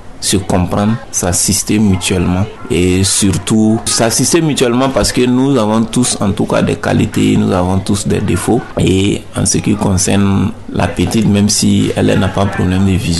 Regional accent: Burkina Faso; C'est parce que chez nous, au Burkina, on ne sait pas, sinon dans certains pays émergents, on voit.

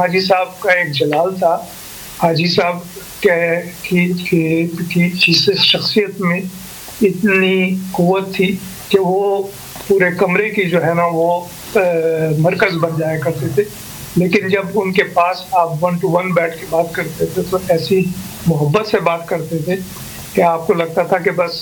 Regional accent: Pakistan; تو میں نے کہا جی میں پاکستانی ہوں

